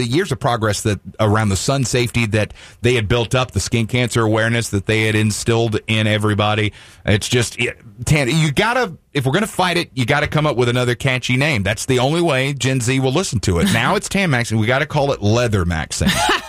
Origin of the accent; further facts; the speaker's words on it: Deep South, United States; growing up in the Deep South as we did and me in the 80s, early 80s, and you in the 90s